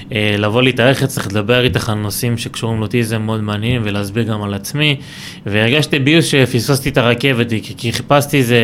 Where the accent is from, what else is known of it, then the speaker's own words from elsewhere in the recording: Nahariya, Northern District, Israel; אני מנהריה, בן 29